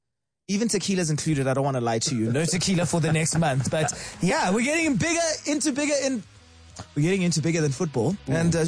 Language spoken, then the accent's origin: English; South Africa; As a South African